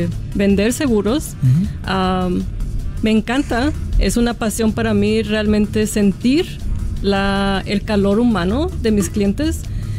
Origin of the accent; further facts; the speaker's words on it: Jalisco, Mexico; now in Aurora, United States; Soy mexicana. Soy de Jalisco